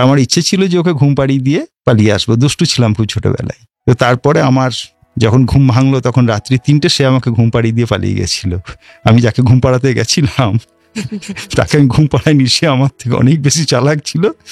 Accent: West Bengal, India; now in Suri, India; আমার বাড়ি বীরভূমের রামপুরহাট সাব ডিভিশনের মাসরা বলে একটি গ্রামে, বর্তমানে আমি সিউড়িতে থাকি।

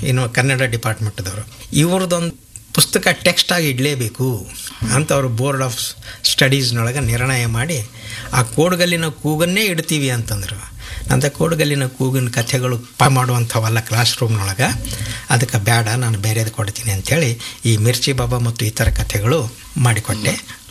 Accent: Karnataka, India; ರಾಸೂರು, ನನ್ನ ಊರು.

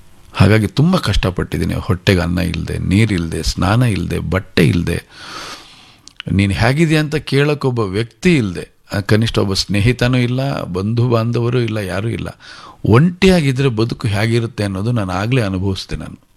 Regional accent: Bhadravati, Karnataka, India; ನನ್ನ ಊರು ಭದ್ರಾವತಿ, ತುಂಬ ಬಡತನದ ಕುಟುಂಬದಲ್ಲಿ ಹುಟ್ಟಿದವನು ನಾನು, ಬಹಳ ಸಾಧಾರಣವಾದಂಥ ಒಂದು ಕುಟುಂಬ.

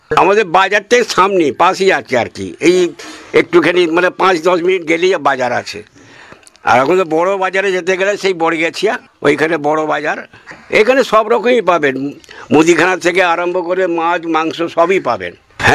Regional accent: Lakshmanpur, West Bengal, India; আমাদের গ্রাম হচ্ছে লক্ষণপুর জেলার হুগলি

